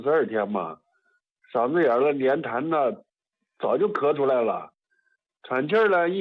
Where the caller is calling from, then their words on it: Xinyang, Henan, China; 我河南信阳的